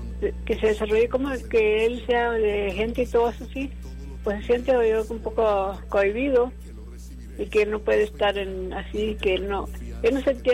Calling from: Olmito, Texas, United States; De Olmito.

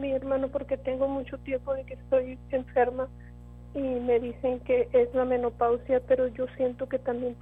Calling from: Vallehermoso, Mexico; De acá por Vallehermoso.

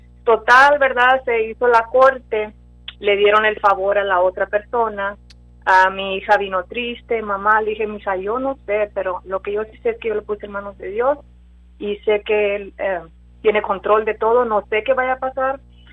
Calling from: Rio Grande City, Texas, United States; de Río Grande.

